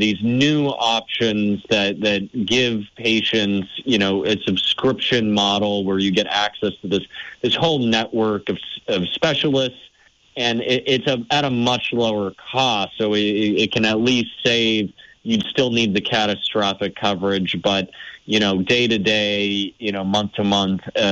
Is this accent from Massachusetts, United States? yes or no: no; New Hampshire, United States; I see our neighbors in New Hampshire, my home state